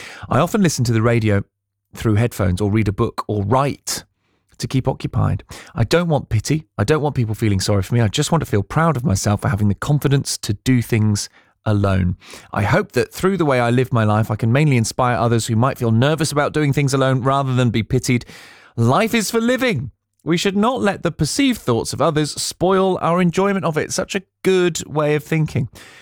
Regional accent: England, United Kingdom; we're so used to it as English football fans

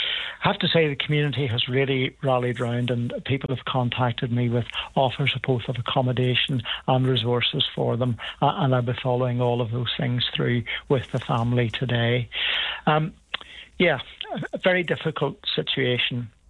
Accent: Carrickfergus, Northern Ireland, United Kingdom; I'm from Carrickfergus. I've been the mayor of Carrickfergus, and I know the history of our town.

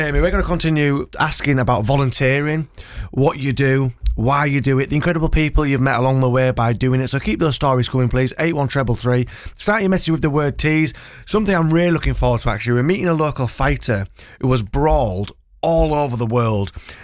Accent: Whitby, Yorkshire and the Humber, United Kingdom; moved away; born and bred in Whitby.

